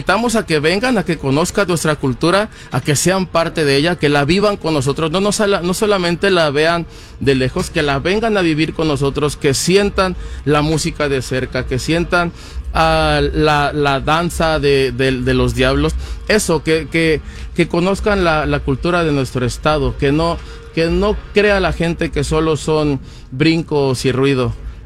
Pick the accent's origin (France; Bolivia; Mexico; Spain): Mexico; Oaxaca; Yo creo que como oaxaqueños aprendemos a bailar en las fiestas todos los sábados o los domingos